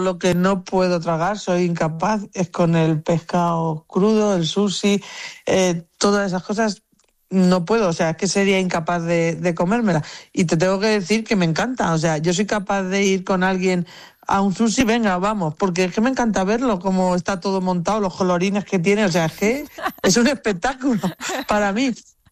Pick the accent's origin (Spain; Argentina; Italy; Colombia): Italy; Y vengo de Italia